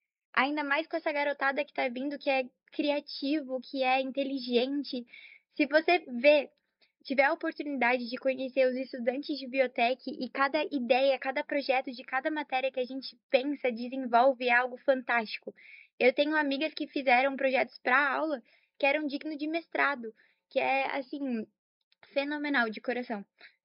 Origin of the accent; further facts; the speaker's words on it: São Paulo, Brazil; now in Curitiba, Brazil; Eu sou de São Paulo e eu vim para cá, para Curitiba, só para fazer na PUC, porque a grade eu gostei bastante.